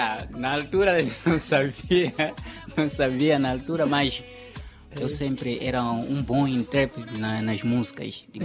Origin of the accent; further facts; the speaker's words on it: Vila Nova da Fronteira, Tete, Mozambique; moved away as an adult; Sou natural do distrito de Mutarara, mas estamos a falar de Vila Nova da Fronteira.